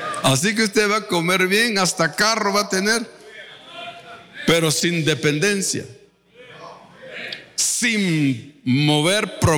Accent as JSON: {"language": "Spanish", "country": "Guatemala", "said": "hace algunos días aquí en Guatemala, aquí en mi pueblo, mucha gente se volcaron para los políticos, para todo partido."}